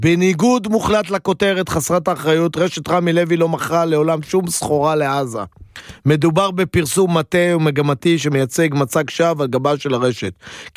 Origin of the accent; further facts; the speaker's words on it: Nahariya, Northern District, Israel; also born or lived in Beit Keshet, Lower Galilee / Moshav Regba; אני בנעריה.